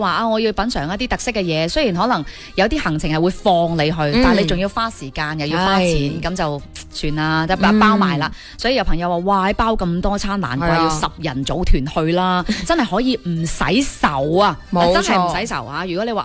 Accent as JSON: {"language": "Cantonese", "region": "Guangdong", "country": "China", "said": "其实佢嘅饮食同我哋广东人系非常之近似。"}